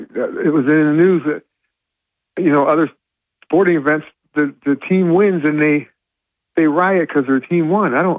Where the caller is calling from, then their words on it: Binghamton, New York, United States; from Binghamton.